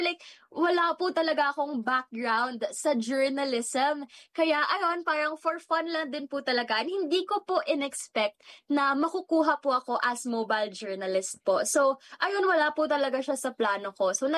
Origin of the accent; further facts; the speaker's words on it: Manila, Metro Manila, Philippines; So, kahit na artista po ako dati and talagang sa Manila po ako lumaki, parang nung umuwi po ako dito, mas nasanay na akong magbisaya and medyo awkward na po sa akin magtagalog talaga.